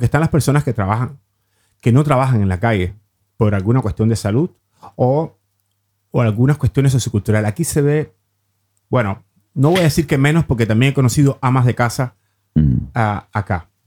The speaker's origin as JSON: {"language": "Spanish", "country": "Cuba", "moved": "as an adult", "lives_now": "Norway", "said": "llego acá como inmigrante, que he tenido que desdoblarme en otros oficios que inicialmente no estaban en mi campo visual en Cuba"}